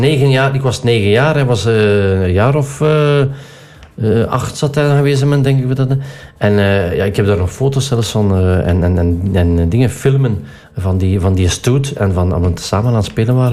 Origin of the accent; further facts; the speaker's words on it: Erpe-Mere, East Flanders, Belgium; En dat wordt bij ons in Erpenmeren, ik ben van Erpenmeren.